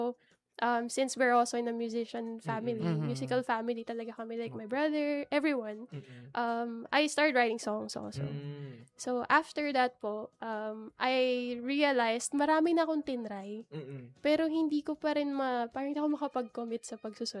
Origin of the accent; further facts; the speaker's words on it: Manila, Metro Manila, Philippines; I'm not from Laguna. I'm really from Manila. So, lumaki po kaming Maynila.